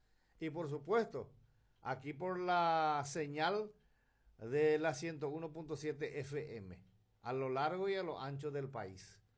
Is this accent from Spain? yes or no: no; Paraguay; ¿Qué es lo que soñamos nosotros como paraguayos?